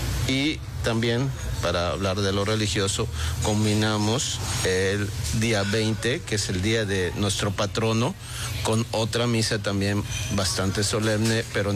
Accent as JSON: {"language": "Spanish", "town": "Valladolid", "region": "Yucatán", "country": "Mexico", "moved": "as an adult", "said": "yo soy vallisoletano, pero estuve 37 años fuera trabajando. Entonces este festival yo no lo conocía hasta el año pasado, que regresé a Yucatán"}